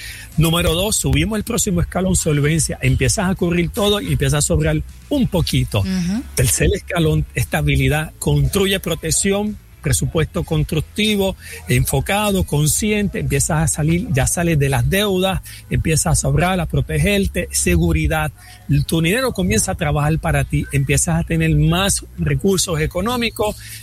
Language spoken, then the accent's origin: Spanish; Puerto Rico; presentando su proyecto a nuestro país en Puerto Rico